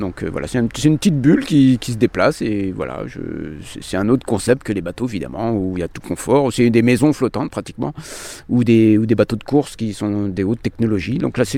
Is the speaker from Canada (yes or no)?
no; Brittany, France; Je suis breton d'origine, mais il n'y a pas de marin dans ma famille, ni dans mes ancêtres.